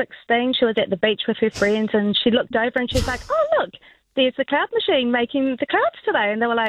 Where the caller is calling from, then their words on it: Napier, Hawke's Bay, New Zealand; we live in Napier and we've got Pan Pac across the way.